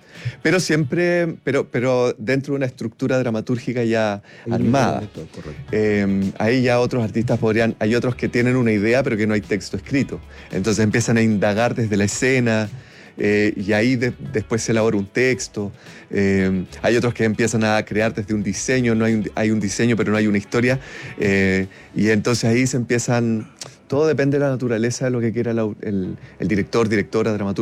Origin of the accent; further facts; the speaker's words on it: Concepción, Biobío, Chile; yo soy de Concepción.